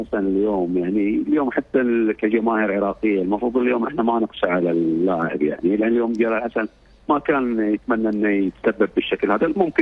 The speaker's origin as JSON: {"language": "Arabic", "country": "Saudi Arabia", "said": "أنا كسعودي"}